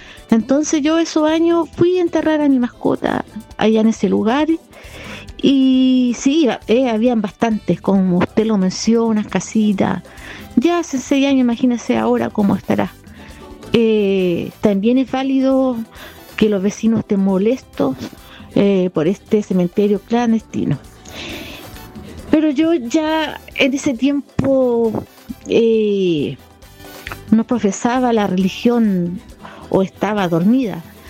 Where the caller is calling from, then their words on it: Coronel, Biobío, Chile; matinal de Radio Impacto acá en Coronel, en la comuna de Coronel, Chile.